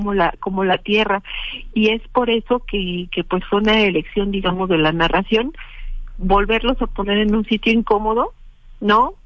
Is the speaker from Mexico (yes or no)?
yes; Mexico; nosotros como mexicanos